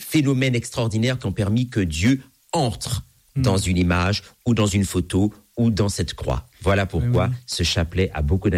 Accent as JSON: {"language": "French", "country": "Martinique", "also_born_or_lived": "Sicily", "said": "métissé, venant d'un père sicilien et d'une mère martiniquaise"}